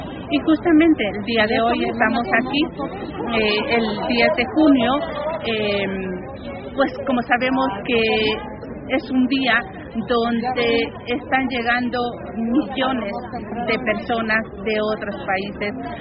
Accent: Honduras; now in Mexico; Él es hondureño igual que yo

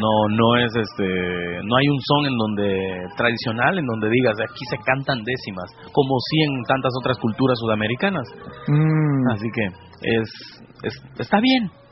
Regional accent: Veracruz, Mexico; now in United States; yo soy un jarocho migrante acá en Estados Unidos.

